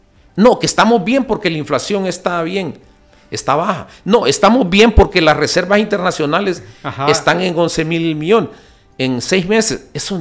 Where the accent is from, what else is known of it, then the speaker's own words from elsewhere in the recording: Honduras; nosotros, como buenos hondureños que somos y pensantes, y como decía el compañero, que nos hemos sacrificado aquí en Honduras